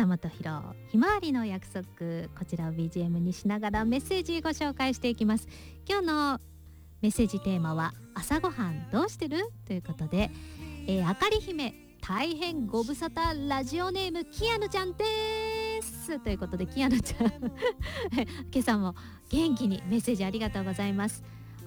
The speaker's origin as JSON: {"language": "Japanese", "region": "Kyushu", "country": "Japan", "tie": "born or raised there", "moved": "yes", "said": "私も九州出身ということもありまして"}